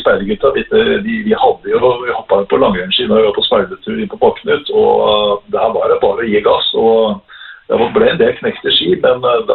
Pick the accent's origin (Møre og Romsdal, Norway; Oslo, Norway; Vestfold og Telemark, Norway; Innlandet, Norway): Vestfold og Telemark, Norway; Rjukan; jeg var jo veldig ivrig med platespilleren hjemme på Rjukan i alle år